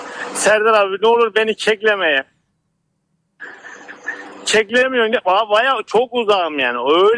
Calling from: Manisa, Turkey; Manisa Merkez.

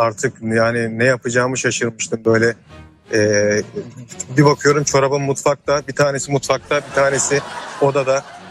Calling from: Istanbul, Turkey; Ben Pendik'liyim.

